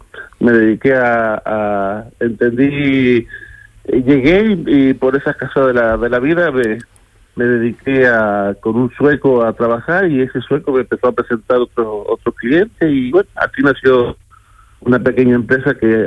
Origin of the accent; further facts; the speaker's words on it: Nerja, Andalusia, Spain; Yo estoy bien acá, en San Isidro, en mi pueblo, en Nerja.